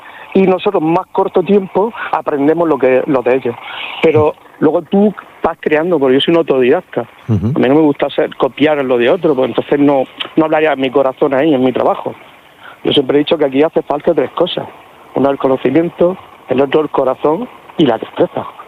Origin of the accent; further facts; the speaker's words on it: Cartagena, Region of Murcia, Spain; A mi ciudad natal, que es Cartagena, y a mi región de Murcia, que es mi comunidad.